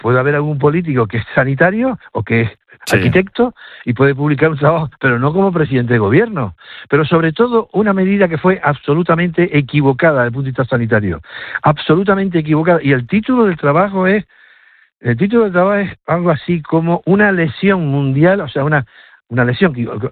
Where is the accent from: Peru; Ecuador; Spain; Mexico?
Spain; Canary Islands; soy canario